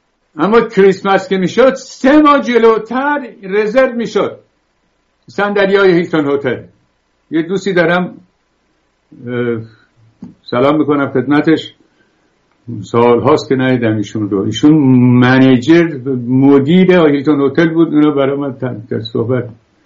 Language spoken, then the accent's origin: Persian; Bakhtiari, Iran; چون من خودم بختیاری هستم